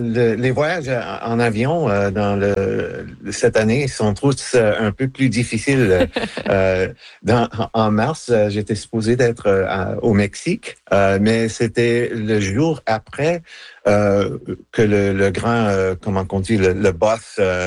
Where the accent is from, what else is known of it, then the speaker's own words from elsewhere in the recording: Quebec, Canada; first language English; French is a second language; J'écris en anglais, certainement, parce que c'est ma langue maternelle, même si je suis québécois dans mon esprit.